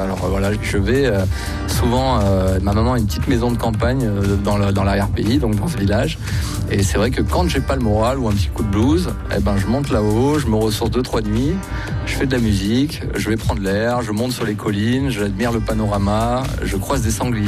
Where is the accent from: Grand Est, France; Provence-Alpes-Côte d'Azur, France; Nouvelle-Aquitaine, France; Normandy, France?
Provence-Alpes-Côte d'Azur, France; Nice; C'est un petit village qui est dans l'arrière-pays niçois parce que je suis originaire de Nice.